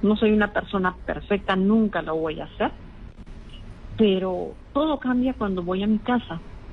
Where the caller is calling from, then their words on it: Lima, Peru; llamo de Jesús María.